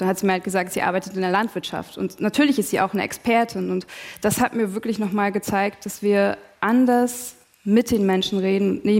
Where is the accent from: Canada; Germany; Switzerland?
Germany; East Germany; ich habe jetzt eine Meinung, ich bin Ostdeutsche und ich muss das ein bisschen mehr in den Vordergrund stellen und vor ostdeutschen Interessen kämpfen.